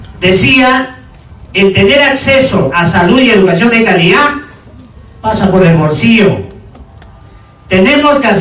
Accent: Pasco, Peru; Yo vengo de Cochacharao.

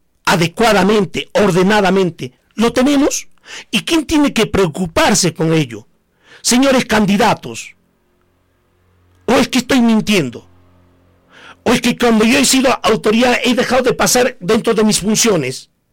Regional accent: Coracora, Ayacucho, Peru; mi pueblo de Coracora

